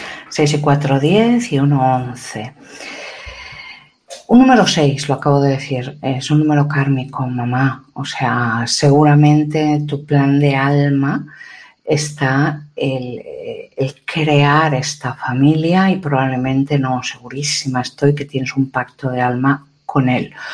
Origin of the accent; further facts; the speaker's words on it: Ukraine; Por lo menos en mi país, de Ucrania, pues básicamente no se dice nada